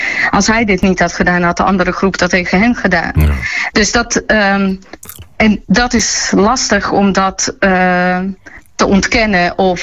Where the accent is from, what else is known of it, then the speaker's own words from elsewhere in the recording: Bosnia & Herzegovina; now in Netherlands; ik kom echt uit Bosnië, waar die oorlogsmisdaden plaats hebben gevonden. Zelf van Servisch-Kroatische roots.